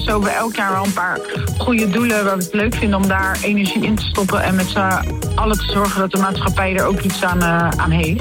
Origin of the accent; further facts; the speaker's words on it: De Lier, South Holland, Netherlands; ik kom uit De Lier.